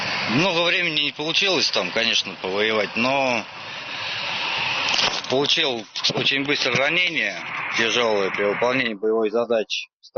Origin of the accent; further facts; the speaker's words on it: Lipetsk, Lipetsk Oblast, Russia; Да, это Липецк, я своим родным городом.